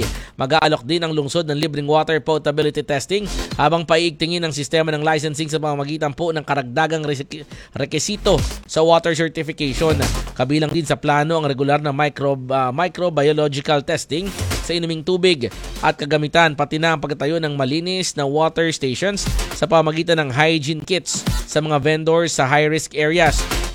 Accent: Tondo, Metro Manila, Philippines; Lalo na sa One Luna noon, nung ako'y taga-Tondo pa. Sa One Luna, bago makauwi, eh, dadaan muna ako dyan.

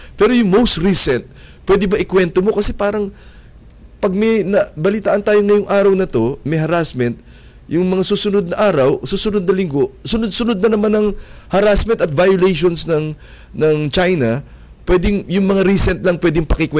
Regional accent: Pasig, Metro Manila, Philippines; sa Pasig, sa bayan namin

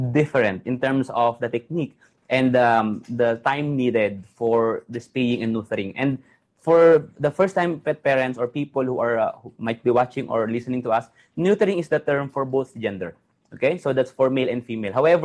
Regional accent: Gapan, Central Luzon, Philippines; We have one clinic in my hometown that's in Gapan City, Nueva Ecija.

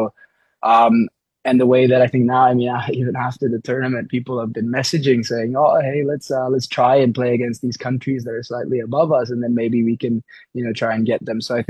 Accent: Philippines; I grew up in the Philippines.

